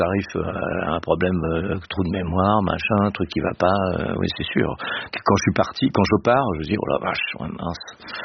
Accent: Le Havre, Normandy, France; Moi, je suis du Havre.

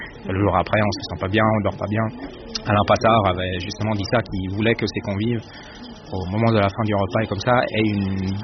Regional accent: Switzerland; now in France

